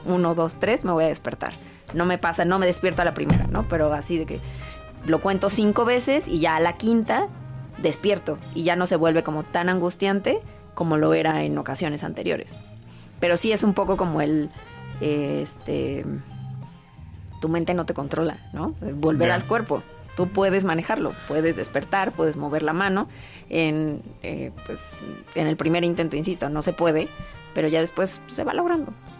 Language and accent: Spanish; Mexico City, Mexico; Porque soy de CU.